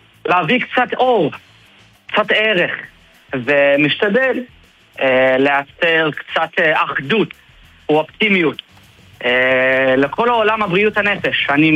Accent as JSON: {"language": "Hebrew", "town": "Cape Town", "region": "Western Cape", "country": "South Africa", "moved": "yes", "lives_now": "Tel Aviv, Israel", "said": "אני עולה חדש, כבר לא חדש, עליתי ב-2016 מקייפ טאון, דרום אפריקה, היום גר בתל אביב, בצפון תל אביב"}